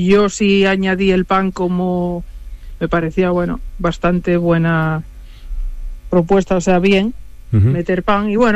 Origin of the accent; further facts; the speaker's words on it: Asturias, Spain; Pues yo soy asturiana, o sea que el cachopo y la fabada.